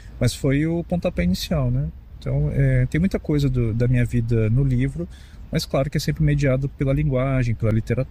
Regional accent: Rio de Janeiro, Brazil; moved away; also born or lived in Rio Grande do Sul; E eu, sendo carioca, mas morando muito tempo no Rio Grande do Sul

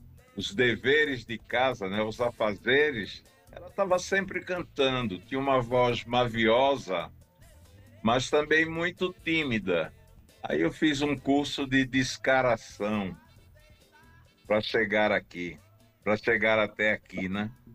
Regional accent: Recife, Pernambuco, Brazil; now in São Paulo, Brazil; Sou oriundo de Recife. Meu QG é São Paulo, né?

